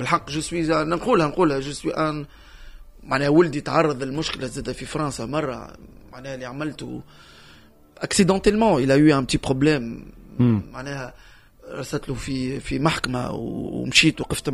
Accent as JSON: {"language": "Arabic", "country": "Tunisia", "said": "بلغتنا نحن تونسيه"}